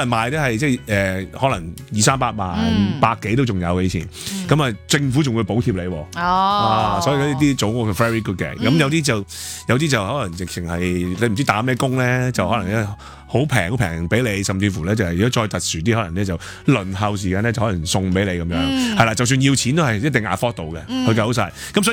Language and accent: Cantonese; Hong Kong; 我哋香港人